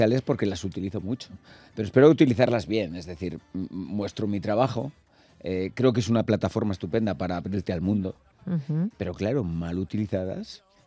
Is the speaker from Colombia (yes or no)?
no; Calahorra, La Rioja, Spain; now in Madrid, Spain; Es que es muy difícil decir de dónde eres, porque es verdad, yo soy riojano, nací allí, pero es que yo también me considero de Madrid.